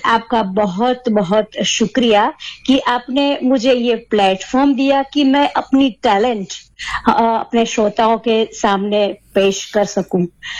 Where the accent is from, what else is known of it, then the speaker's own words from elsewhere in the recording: Ahmedabad, Gujarat, India; मैं अहमदाबाद से हूं